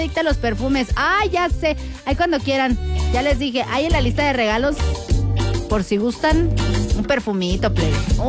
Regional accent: Mexico; uno anda ahí a las carreras, como todo mexicano, dejando las cosas pa'l final.

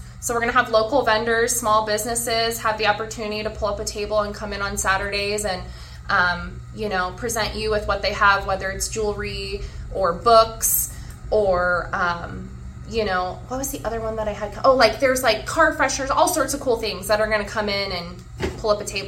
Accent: Nebraska, United States; now in Blair, United States; I grew up in Nebraska, and we've been here for a little over 3 weeks.

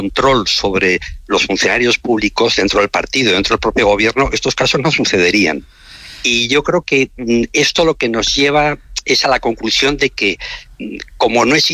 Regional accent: Pamplona, Navarre, Spain; muy cerca al Colegio de Jesuitas, donde yo había estudiado, yo soy de Pamplona

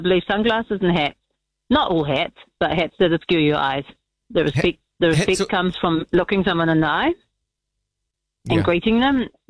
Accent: New Zealand; I was born and raised in New Zealand

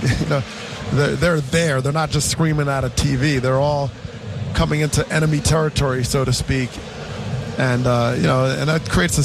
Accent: New York, United States; You know, I grew up outside of New York.

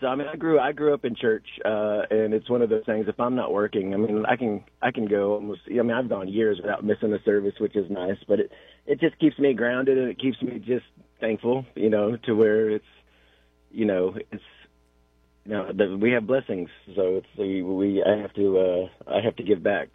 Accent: Nevada City, California, United States; born or raised there; moved away; also born or lived in Los Angeles, United States

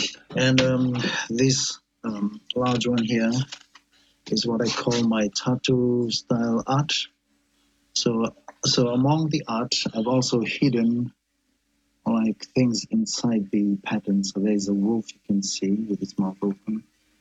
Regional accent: Fiji; now in New Zealand; And I was also, I was born and raised in Fiji as well. So I've got Rotuma, I've got Italy and Fiji.

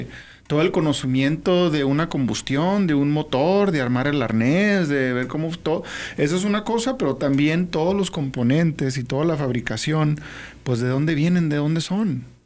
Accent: Mexico; ¿cuál producto mexicano tenemos?

